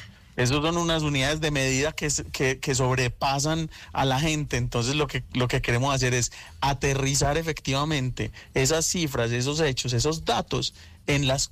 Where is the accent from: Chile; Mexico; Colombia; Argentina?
Colombia; Antioquia; como país, como raza, como antioqueños.